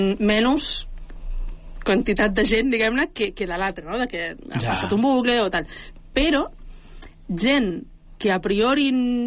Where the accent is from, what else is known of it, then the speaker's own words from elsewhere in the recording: Roda de Ter, Catalonia, Spain; jo soc de Roda